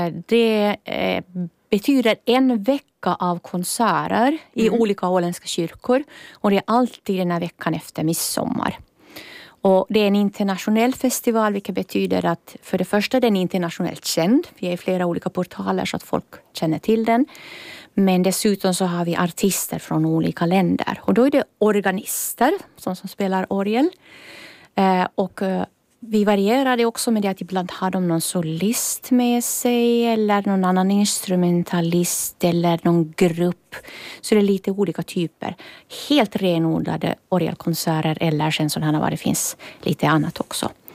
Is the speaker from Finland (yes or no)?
yes; Finland; Jag är en från Finland